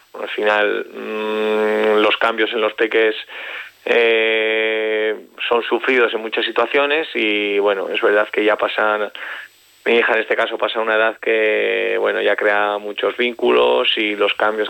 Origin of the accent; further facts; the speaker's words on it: Logroño, La Rioja, Spain; moved away as an adult; estaba en Santander y llegaba de nuevo también, porque yo salí de Logroño a los 18.